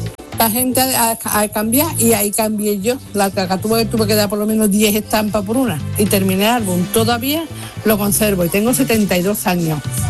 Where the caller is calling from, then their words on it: Seville, Andalusia, Spain; Buenos días … de Sevilla.